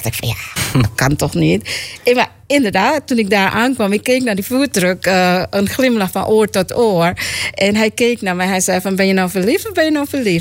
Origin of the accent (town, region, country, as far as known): Suriname; born there; also born or lived in Dallas